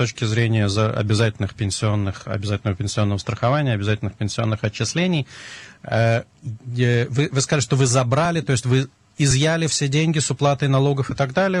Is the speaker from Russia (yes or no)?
yes; Moscow, Russia; Я из Москвы, поэтому